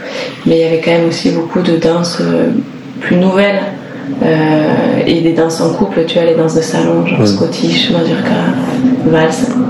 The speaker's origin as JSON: {"language": "French", "town": "Ramonville-Saint-Agne", "region": "Occitanie", "country": "France", "tie": "born there", "said": "je suis allée au collège de mon quartier à Ramonville. Et bien, donc je suis passée d'une scolarité tout en occitan au collège en français."}